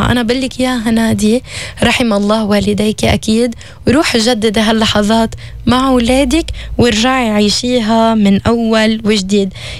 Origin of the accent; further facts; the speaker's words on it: Lebanon; في حقيقة نحن عم نعيشها بمجتمعنا اللبناني وبمجتمعنا العربي